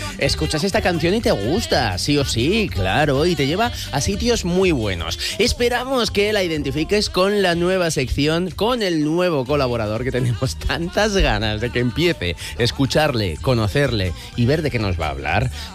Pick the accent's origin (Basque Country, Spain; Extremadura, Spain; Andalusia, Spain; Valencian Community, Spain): Basque Country, Spain; Vitoria-Gasteiz; now in Madrid, Spain; Yo del País Vasco, de Vitoria, pero bueno, vivo aquí en Madrid hace muchos años.